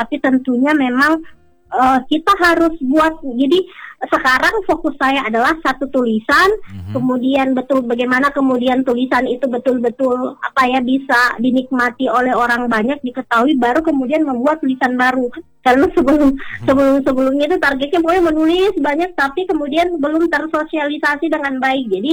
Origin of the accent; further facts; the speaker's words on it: Buol, Central Sulawesi, Indonesia; saya sebagai warga Buol